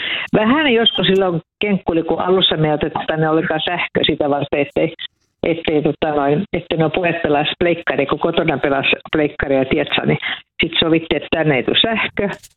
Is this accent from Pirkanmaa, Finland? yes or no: no; Vihti, Uusimaa, Finland; Joo, me ollaan Vihdistä meillä on mökki täällä Korppossa